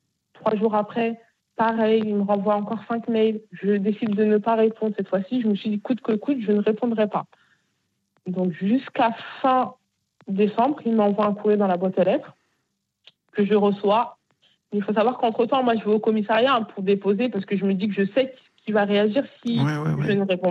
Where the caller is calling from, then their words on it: Bayonne, Nouvelle-Aquitaine, France; moi, je viens de Bayonne.